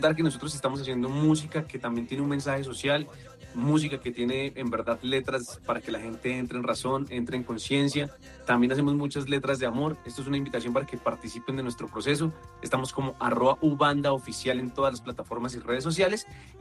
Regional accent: Boyacá, Colombia; Yo, aparte de ser claramente un orgulloso colombiano, soy un orgulloso boyacense. Yo amo traer a la gente a grabar aquí a mi tierra

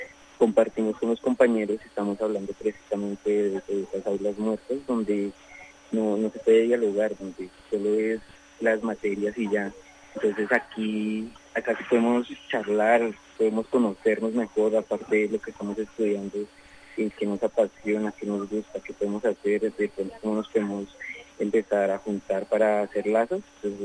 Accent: Sumapaz, Bogotá Capital District, Colombia; Yo soy campesino, soy de Sumapaz, pues una zona rural, entonces siempre he trabajado allá también en lluvia.

